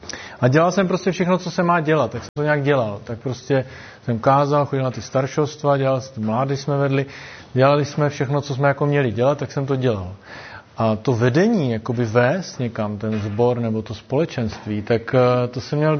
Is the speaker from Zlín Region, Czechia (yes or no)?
no; Brno, South Moravian Region, Czechia; Jsem původně z Brna